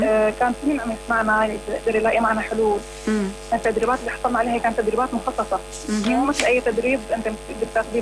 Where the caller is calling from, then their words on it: Syria; نحن كشباب سوري